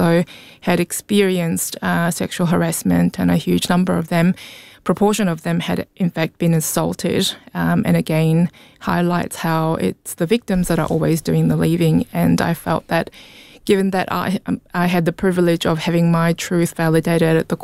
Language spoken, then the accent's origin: English; Auckland, New Zealand; English is a second language; also born or lived in South Korea; Yeah, so I identify myself as a Korean Kiwi. I was born in Korea and moved over to Auckland as a family in 1992. So that was after I finished primary school, and I did all of my schooling in Auckland